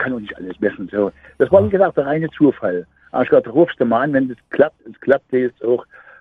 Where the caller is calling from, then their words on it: eastern Germany, Germany; ich bin ja aus dem Osten hier